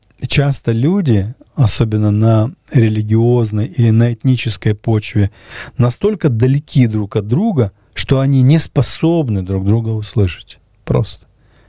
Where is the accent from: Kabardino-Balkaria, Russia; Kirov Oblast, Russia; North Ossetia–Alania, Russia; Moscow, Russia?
Kabardino-Balkaria, Russia; Например, я кабардинец, я мусульманин. То есть я родился кабардинцем, это значит, я уже мусульманин.